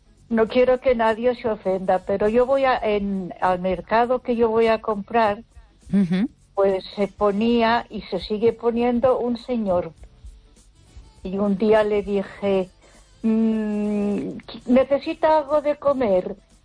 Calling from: Ponferrada, Castile and León, Spain; Buenas noches, Esther. … de Ponferrada.

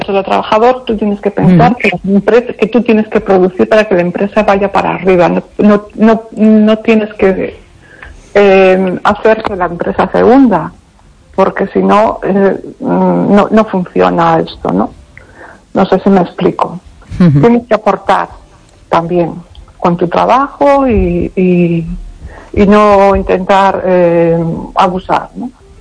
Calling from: Pontevedra, Galicia, Spain; de Pontevedra.

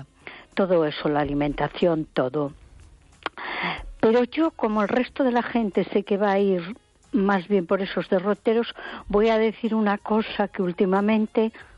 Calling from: A Coruña, Galicia, Spain

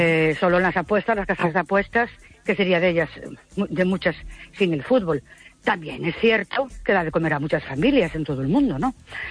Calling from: Ourense, Galicia, Spain; Buenas noches … de Ourense.

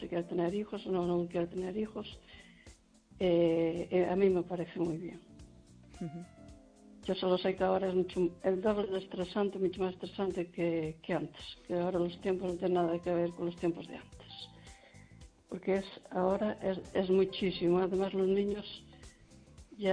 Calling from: Lugo, Galicia, Spain

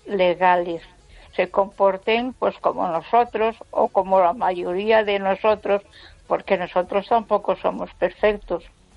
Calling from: Ponferrada, Castile and León, Spain; de Ponferrada.

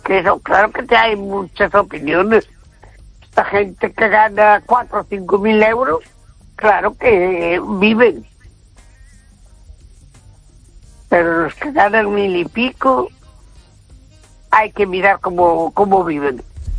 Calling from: A Coruña, Galicia, Spain; de Coruña.

